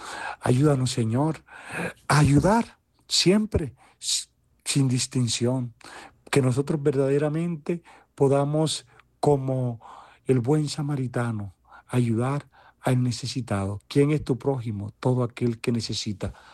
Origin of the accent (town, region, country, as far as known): Colombia